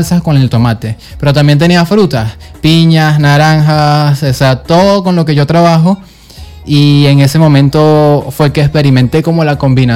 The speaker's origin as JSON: {"language": "Spanish", "town": "Barquisimeto", "region": "Lara", "country": "Venezuela", "also_born_or_lived": "Panama", "moved": "as an adult", "lives_now": "San Cristóbal, Venezuela", "said": "yo soy de Barquisimeto. Yo tengo también familiares acá en San Cristóbal."}